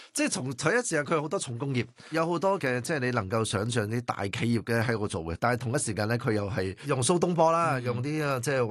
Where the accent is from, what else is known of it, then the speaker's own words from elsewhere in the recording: Hong Kong; 因为其实如果我哋香港人咧